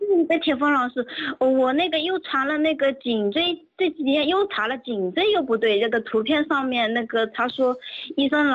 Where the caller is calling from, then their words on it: Yuyao, Zhejiang, China; 我余姚的。